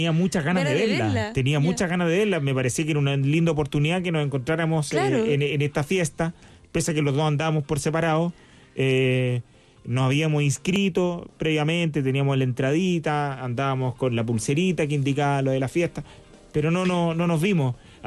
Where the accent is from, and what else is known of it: Chile